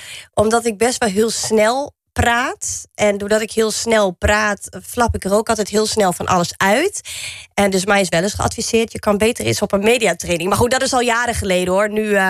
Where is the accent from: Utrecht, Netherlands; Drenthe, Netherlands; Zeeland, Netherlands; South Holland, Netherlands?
Drenthe, Netherlands; Assen; born there; Nou ja, ik kom ook echt uit het noorden. Ik ben oorspronkelijk geboren in Assen. Dat is Drenthe.